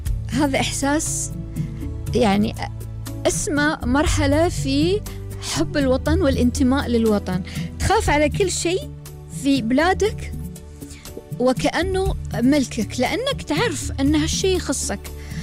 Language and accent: Arabic; United Arab Emirates; في الإمارات، سواء في يعني نحن الإماراتيين أو المقيمين